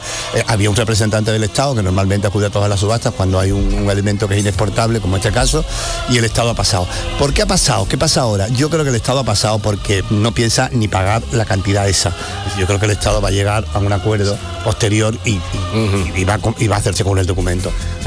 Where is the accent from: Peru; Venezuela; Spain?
Spain; Cádiz, Andalusia; also born or lived in El Aaiún; Y fíjate tú, el Ayun, me ponen una calle en el Ayun y es que ni voy, vamos. Soy de Cádiz.